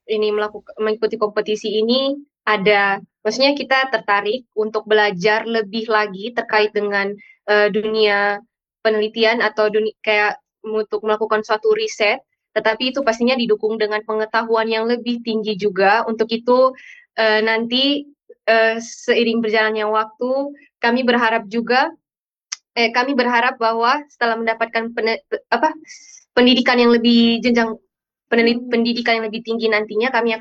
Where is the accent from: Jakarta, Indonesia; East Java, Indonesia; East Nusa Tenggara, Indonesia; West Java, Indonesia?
East Nusa Tenggara, Indonesia; kita berada di daerah NTT